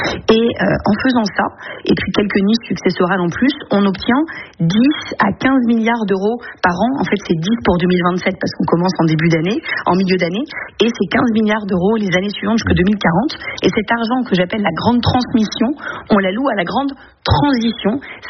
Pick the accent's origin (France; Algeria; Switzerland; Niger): France; Hénin-Beaumont, Hauts-de-France; moi je viens du bassin minier du Pas-de-Calais, je me rappelle à Hélène Beaumont, en CM2